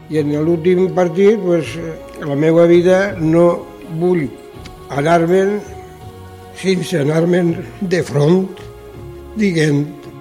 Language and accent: Catalan; La Pobla de Vallbona, Valencian Community, Spain; soc de la Palà Vallbona i de la penya valencianista balaguera.